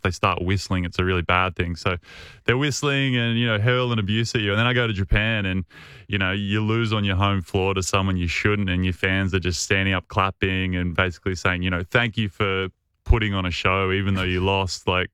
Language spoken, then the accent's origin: English; New South Wales, Australia; I grew up in the Blue Mountains and there wasn't much snow there.